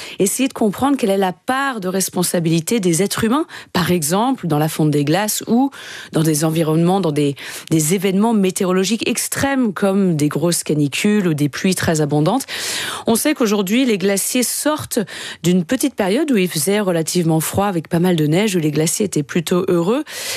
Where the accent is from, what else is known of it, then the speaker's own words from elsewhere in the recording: French Alps, France; Je suis née en France, dans les Alpes, au cœur des montagnes.